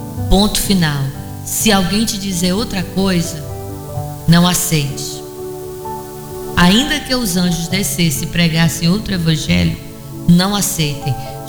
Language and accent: Portuguese; Brazil; somos brasileiros